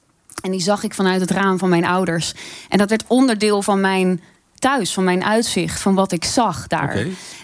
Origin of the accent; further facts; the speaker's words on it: Hazerswoude-Dorp, South Holland, Netherlands; Ik ben opgegroeid in Hazenswoude Dorp op een kwekerij.